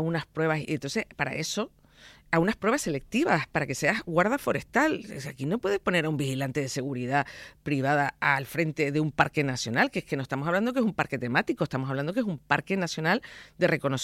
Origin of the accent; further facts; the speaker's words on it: Tenerife, Canary Islands, Spain; los que somos de Canarias, los que somos de Tenerife, el Parque Nacional del Teide forma parte de nuestra identidad.